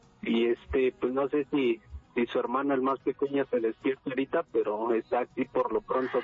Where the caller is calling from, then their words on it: Tultitlán, State of Mexico, Mexico; aquí estoy desde Tultitlán.